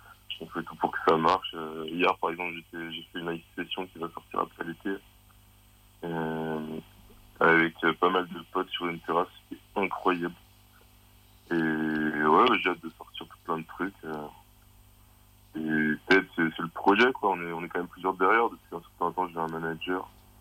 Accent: Normandy, France; j'avais des potes dans mon bled en Normandie.

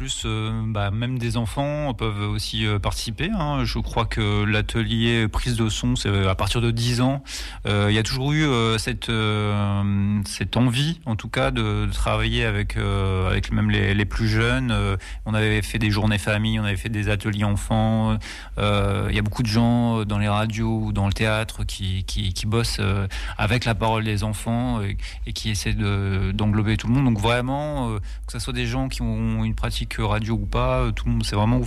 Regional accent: Hauts-de-France, France; de chez nous, dans le Nord, dans Schnorr.

